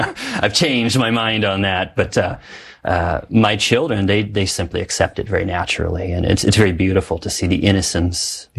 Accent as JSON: {"language": "English", "town": "St. Louis", "region": "Missouri", "country": "United States", "said": "And I said, well, I'm from St. Louis."}